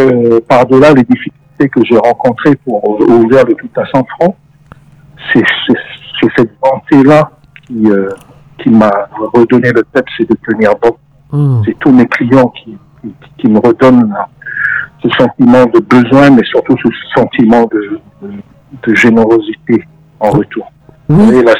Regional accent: New Caledonia; born there; also born or lived in Tahiti; je suis calédonien de naissance, mais ayant voyagé un peu partout, à Tahiti, etc.

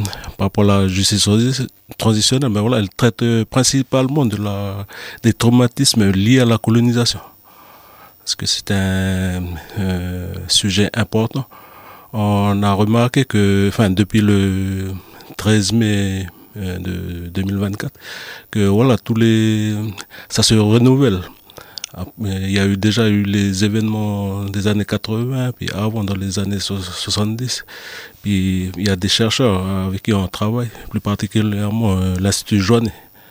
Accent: Waré, North Province, New Caledonia; je suis originaire de Waré, à Yengen, et puis je suis sénateur coutumier du pays Haute-Mawap.

